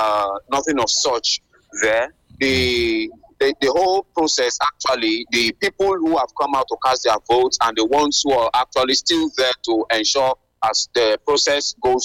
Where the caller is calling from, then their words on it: Uzare, Edo, Nigeria; I'm Uzare in Esako West Local Government Area, Edo North Senatorial District.